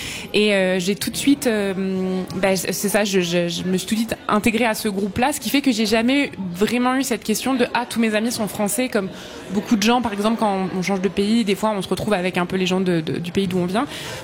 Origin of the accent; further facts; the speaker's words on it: France; moved away as an adult; now in Canada; quand on est français, française, premièrement, on n'est pas super sympa à l'étranger.